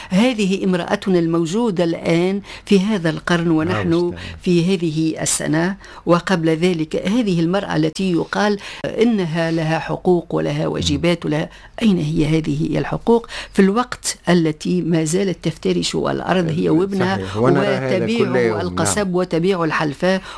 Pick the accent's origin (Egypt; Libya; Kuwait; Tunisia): Tunisia; عندنا في تونس